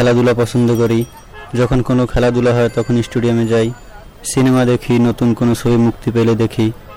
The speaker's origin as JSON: {"language": "Bangla", "area": "Manikganj District", "region": "Dhaka Division", "country": "Bangladesh", "tie": "born or raised there", "moved": "as an adult", "lives_now": "Dhaka, Bangladesh", "said": "মানিকগঞ্জ জেলার দৌলদি উপজেলার বাচ্চামরা গ্রাম।"}